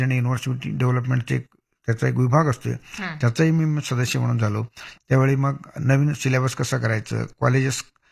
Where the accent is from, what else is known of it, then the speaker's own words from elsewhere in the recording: Tikondi, Maharashtra, India; moved away; also born or lived in Jath; माझा जन्मगावी तिकोंडी येते